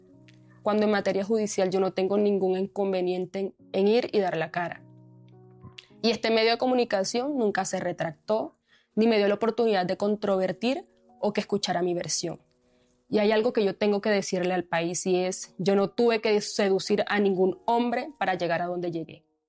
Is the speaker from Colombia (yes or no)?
yes; Agustín Codazzi, Cesar, Colombia; Yo soy una pelada de 24 años. Nací en Codazzi, en el Cesar, y hasta fui reina del carnaval de mi pueblo, pa' que vea.